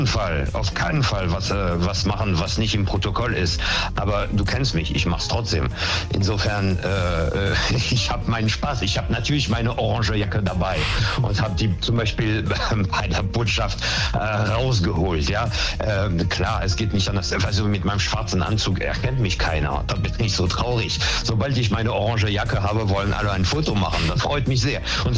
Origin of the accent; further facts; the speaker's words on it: France; now in Germany; Als Franzose, der nach Deutschland kam und eigentlich gar nicht so lange bleiben sollte, oder ich dachte zumindest, dass ich noch kurz komme, und dass ich geblieben bin